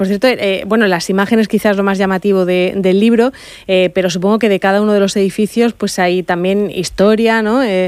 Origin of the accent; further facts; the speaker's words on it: Region of Murcia, Spain; Bueno, pues como murcianos se lo agradecemos